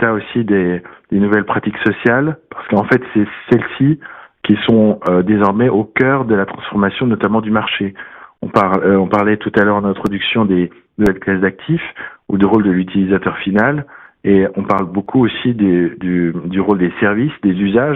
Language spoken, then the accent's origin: French; France